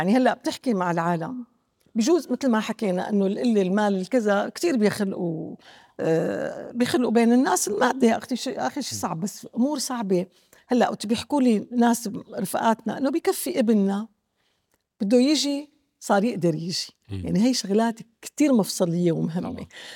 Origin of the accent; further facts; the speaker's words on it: Syria; رجعت الفرحه لقلبنا انه نحن سوريين